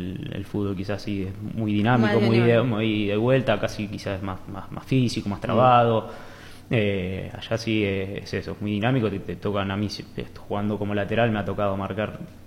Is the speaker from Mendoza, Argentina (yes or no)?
no; Rosario, Santa Fe, Argentina; yo, que soy de Rosario